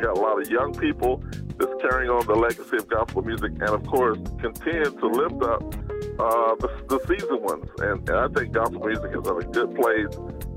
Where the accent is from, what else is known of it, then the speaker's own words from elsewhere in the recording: North Carolina, United States; I am so excited, first of all, that the Stellar Awards are coming to my home state, North Carolina.